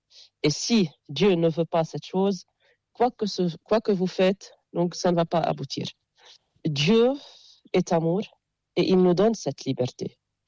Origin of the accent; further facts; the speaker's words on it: Jounieh, Keserwan-Jbeil, Lebanon; Et puisque je suis de Jounieh, vous voyez, l'élève ou bien l'enfant dépendent de son environnement. À Joigny, il y a la plage, il y a la mer.